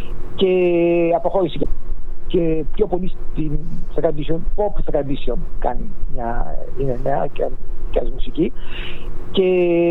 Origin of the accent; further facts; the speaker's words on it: Greece; moved away as an adult; now in Paris, France; Αφού είμαστε Έλληνες και κάνουμε και ελληνική μουσική